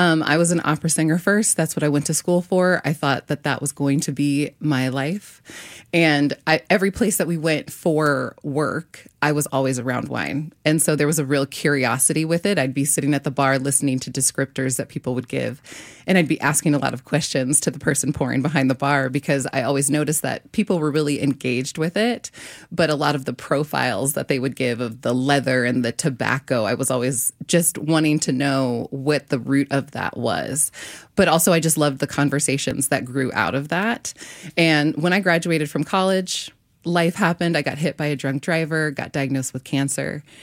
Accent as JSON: {"language": "English", "region": "California", "country": "United States", "tie": "born or raised there", "said": "… came from the street that I grew up on in the Bay Area."}